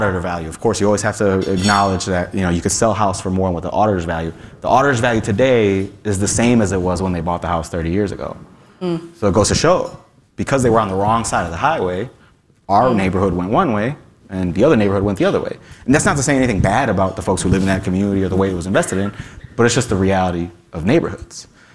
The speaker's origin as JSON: {"language": "English", "town": "Chicago", "region": "Illinois", "country": "United States", "tie": "born or raised there", "said": "So I grew up on Stockyards neighborhood, west side of town, West 70th and Clark, 69 mm-hmm. block of Clark. My family moved here from the 90s and from Puerto Rico."}